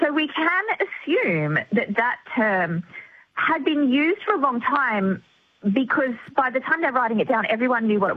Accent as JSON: {"language": "English", "region": "Queensland", "country": "Australia", "tie": "born or raised there", "said": "you know, I grew up in Queensland, so I call the thing that you get at a sausage sizzle a sausage in bread."}